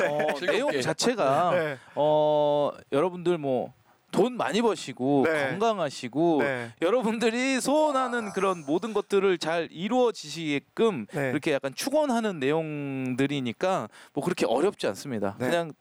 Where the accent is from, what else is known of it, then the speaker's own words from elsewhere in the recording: Jeolla, South Korea; 어 고향 전라도인데 이상하게 왜 잘 돌아가는지 모르겠어요.